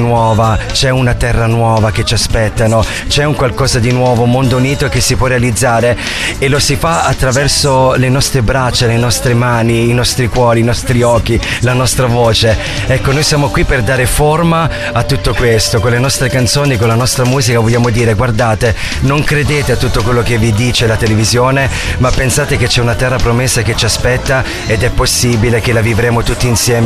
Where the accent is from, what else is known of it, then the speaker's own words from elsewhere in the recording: Campania, Italy; now in Loppiano, Italy; vengo dalla provincia di Salerno